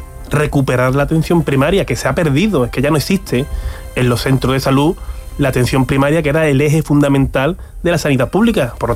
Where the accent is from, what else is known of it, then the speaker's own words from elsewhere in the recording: Medina Sidonia, Andalusia, Spain; en mi pueblo, en Medina Sidonia